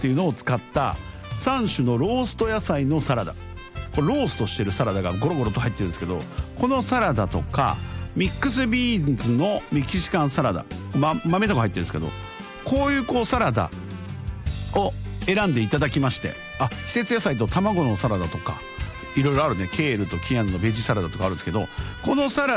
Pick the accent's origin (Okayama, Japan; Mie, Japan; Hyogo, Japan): Mie, Japan; 広島ではないです私ね、三重ですけども